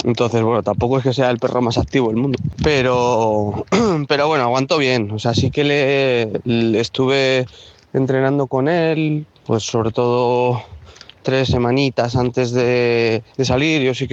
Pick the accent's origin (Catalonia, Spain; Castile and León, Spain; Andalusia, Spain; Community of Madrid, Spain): Castile and León, Spain; Burgos